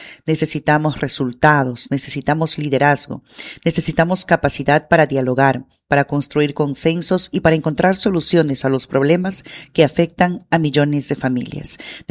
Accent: Peru; Que recordemos que antes que simpatizantes de una opción política, somos peruanos

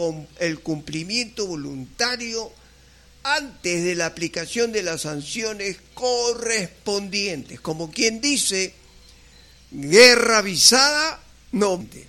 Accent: Peru; now in Tocache, Peru; porque soy peruano.

